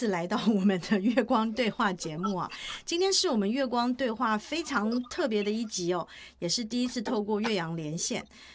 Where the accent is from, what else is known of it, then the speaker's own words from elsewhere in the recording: Taiwan; 当时我非常惊讶的发现说，哇，竟然有跟我一样来自台湾的这个同乡哦